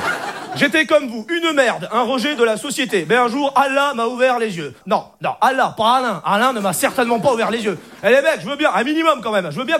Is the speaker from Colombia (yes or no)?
no; France; born there; moi, je parle français, je suis né en France, j'ai fait mes études en France, je paie mes impôts en France